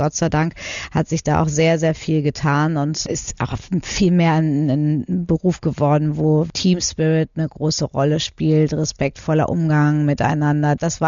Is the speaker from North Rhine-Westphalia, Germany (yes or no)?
yes; Paderborn, North Rhine-Westphalia, Germany; born there; ich bin in Paderborn zur Schule gegangen